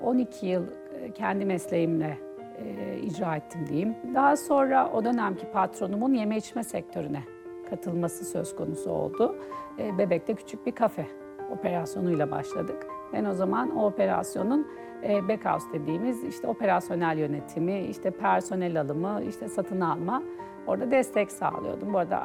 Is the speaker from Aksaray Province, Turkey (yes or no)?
no; Istanbul, Turkey; 4 kardeşin ilk kız çocuğuyum. Çocukluğum İstanbul Fatih'te geçti. Annem babam İstanbullu. Tabii Fatih'te büyümenin çok büyük avantajları vardı.